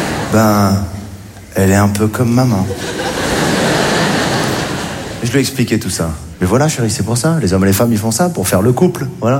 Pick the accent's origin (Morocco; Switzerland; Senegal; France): Morocco; born there